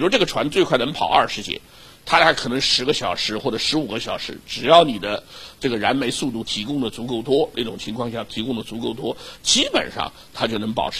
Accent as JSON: {"language": "Chinese", "region": "Shanghai", "country": "China"}